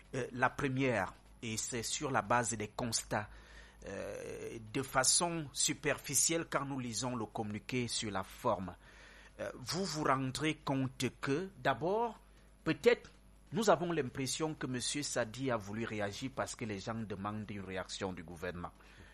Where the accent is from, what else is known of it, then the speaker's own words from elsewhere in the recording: Cameroon; Nous faisons partie de ceux des Camerounais, en tant que journalistes